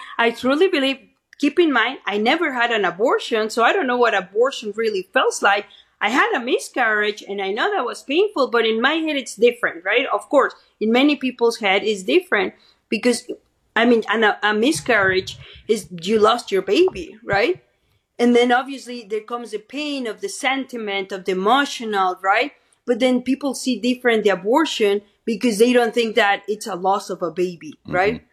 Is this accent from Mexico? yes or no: yes; Mexico; moved away; I'm an immigrant. I'm from Mexico.